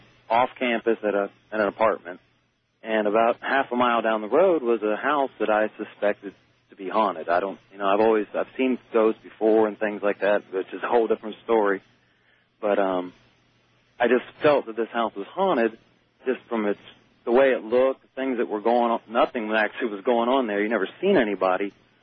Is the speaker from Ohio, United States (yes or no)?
yes; Canal Winchester, Ohio, United States; Hi. I'm from Canal Winchester, Ohio.